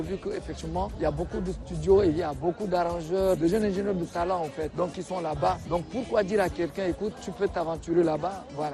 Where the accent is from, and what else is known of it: Chad; now in Côte d'Ivoire